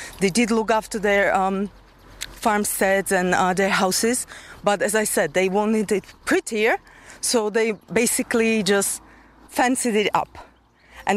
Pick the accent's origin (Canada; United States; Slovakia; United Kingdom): Slovakia; English is a second language; also born or lived in Ireland; now in Czechia; I'm from Slovakia